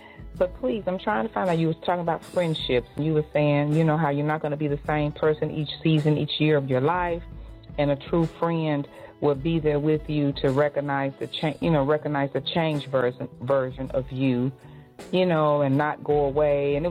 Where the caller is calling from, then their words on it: Indianapolis, Indiana, United States; I'm from Indianapolis, Indiana, and I'm just listening at your radio show.